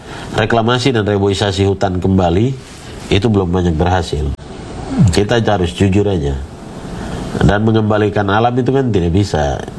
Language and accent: Indonesian; Papua, Indonesia; kita Papua ini